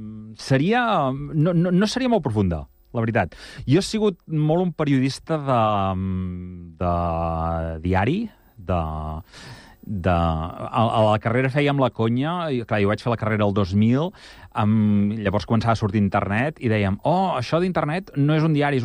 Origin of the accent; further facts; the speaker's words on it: Igualada, Catalonia, Spain; Abans sí que és cert, no?, que ets jove, jo sóc d'Igualada, el Joan, el codirector de Mataró quedava molt lluny